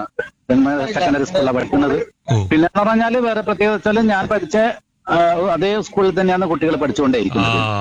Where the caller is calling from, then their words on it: Thilanur, Kerala, India; ഞാൻ കണ്ണൂർ ജില്ലയിൽ തിലാനൂരിൽ നിന്നാണ് വിളിക്കുന്നത്.